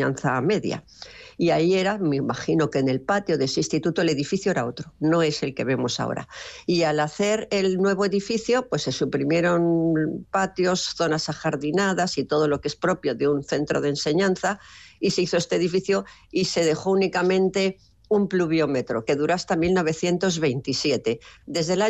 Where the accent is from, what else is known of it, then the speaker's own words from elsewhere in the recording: Zaragoza, Aragon, Spain; born there; Yo nací en Zaragoza.